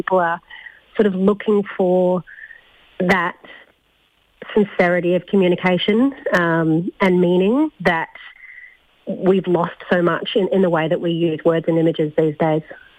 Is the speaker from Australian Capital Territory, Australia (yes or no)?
no; Newcastle, New South Wales, Australia; growing up in Newcastle and not having to solve problems about soil and rain and rivers.